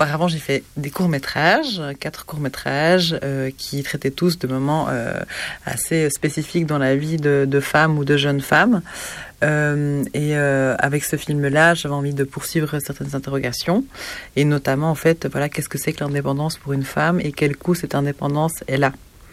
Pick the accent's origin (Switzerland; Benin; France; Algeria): Switzerland; Moi, en tant que Suissesse